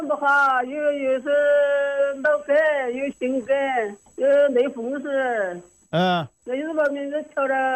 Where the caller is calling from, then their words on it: Suizhou, Hubei, China; 我的是随州的，随州军团。